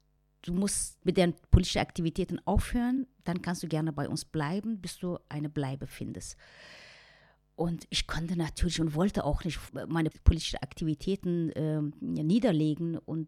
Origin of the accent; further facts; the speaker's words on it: Mashhad, Razavi Khorasan, Iran; moved away as an adult; Dann bin ich von Mashhad nach Teheran geflohen.